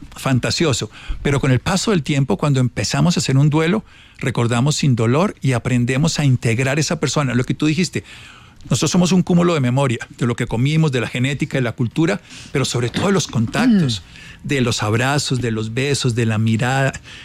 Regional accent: Armero, Tolima, Colombia; Yo soy de Armero, Tolima.

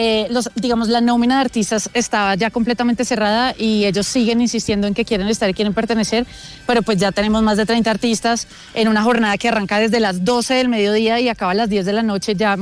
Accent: Colombia

